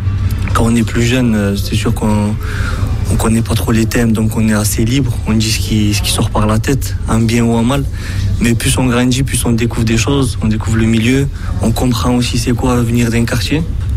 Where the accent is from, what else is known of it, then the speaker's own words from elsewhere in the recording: Montauban, Occitanie, France; je viens du quartier des Chaumes, quartier Est à Montauban. C'est le quartier populaire de la ville. J'y suis né, j'y ai vécu, je suis parti, je suis revenu habiter là-bas.